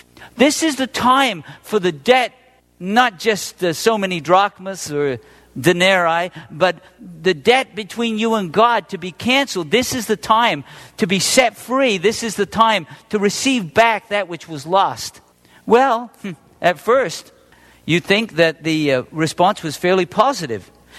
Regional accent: England, United Kingdom; Well, I learned something growing up in England where you would lease from the crown.

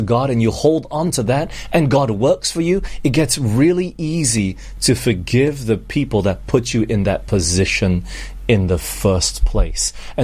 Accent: Malaysia; also born or lived in Singapore / Penang / England; You know, I've grown up all over the world. I was born in Singapore. I'm actually Malaysian, but I was born in Singapore, and right after that we moved back to Malaysia here. We're in Penang for 2 years, and then after that we moved to England for 5 years.

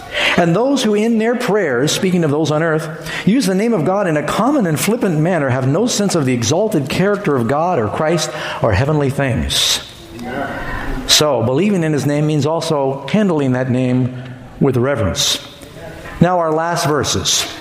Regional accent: New York City, New York, United States; moved away; I grew up in New York City taking a bus and a subway.

